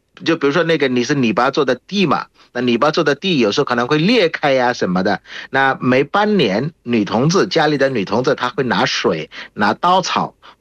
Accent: Bangladesh; Chinese is a second language; 我是来自于孟加拉国的

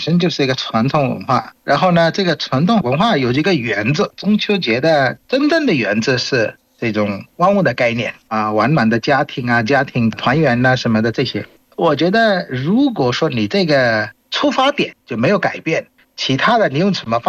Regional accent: Bangladesh; Chinese is a second language; 我是来自于孟加拉国的

